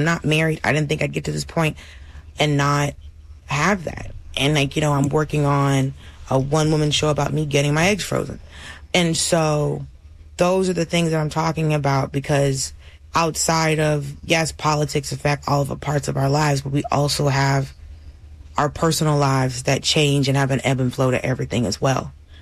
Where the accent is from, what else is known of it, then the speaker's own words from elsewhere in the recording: Atlanta, Georgia, United States; So I still had the long beard with my gold bees in it because I'm still from Atlanta, right? But, you know, it's just old head, southern stuff.